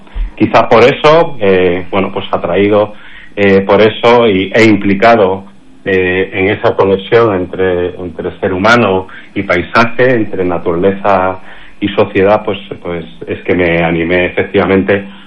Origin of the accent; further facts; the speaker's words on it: Vigo, Galicia, Spain; born there; now in Ribeira Sacra, Spain; yo soy gallego, nací en Vigo, estuve en muchas partes pues del mundo y finalmente vuelvo a recalar ya con mis 57 años, pues aquí en Galicia, en concreto en la Ribeira Sacra